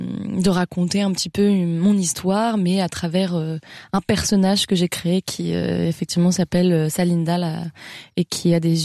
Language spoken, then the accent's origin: French; Paris, Île-de-France, France; born or raised there